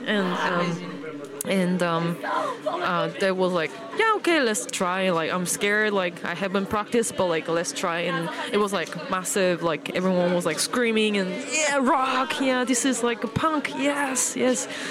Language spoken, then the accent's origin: English; South Korea; I'm from South Korea.